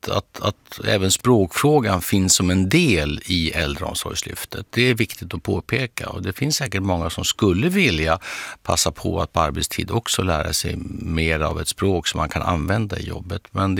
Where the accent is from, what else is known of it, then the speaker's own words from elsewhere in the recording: Eskilstuna, Södermanland, Sweden; Jag kommer ju själv från Torshälla och Eskilstuna där vi har alltid haft en stor community av finskspråkiga